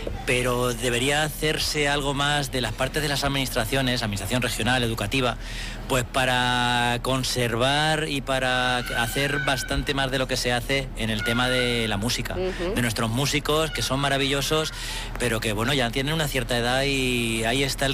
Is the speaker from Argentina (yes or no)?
no; El Ballestero, Castilla-La Mancha, Spain; Yo soy de la zona, soy del Ballestero, y mi padre es bonillero